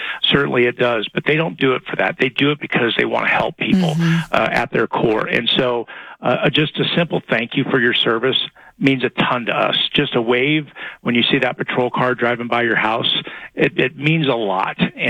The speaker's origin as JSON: {"language": "English", "region": "Colorado", "country": "United States", "tie": "born or raised there", "said": "I'm a Colorado native. This is not the state that I grew up in."}